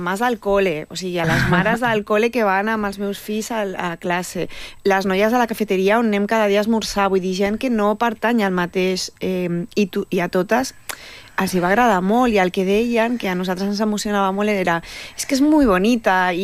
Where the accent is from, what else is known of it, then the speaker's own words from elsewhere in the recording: Barcelona, Catalonia, Spain; nosaltres com a guionistes som de Barcelona … també som d'aquí, vull dir, som catalans tot